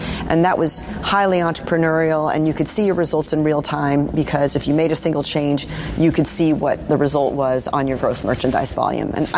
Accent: Lawrence, Kansas, United States; I grew up in Lawrence, Kansas, home of the Kansas Jayhawks.

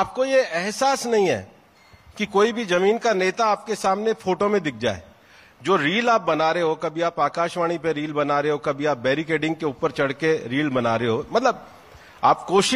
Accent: Delhi area, India; मैं तो दिल्ली के आसपास का ही रहने वाला हूँ

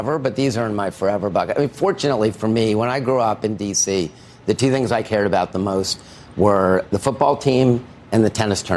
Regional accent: Baltimore, Maryland, United States; born there; the Orioles, which was my hometown team

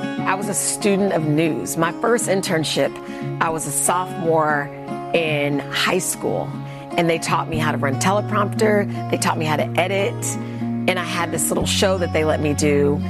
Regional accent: Wichita, Kansas, United States; moved away; I grew up in Wichita, Kansas.

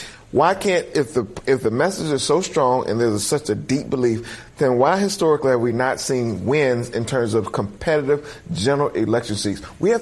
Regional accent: South Carolina, United States; my home state of South Carolina

